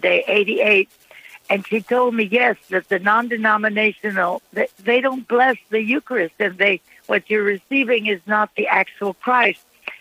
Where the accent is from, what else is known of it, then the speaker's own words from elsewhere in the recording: Venezuela; now in Ingram, United States; Yes, I live in Ingram, Texas, near San Antonio. I'm from Venezuela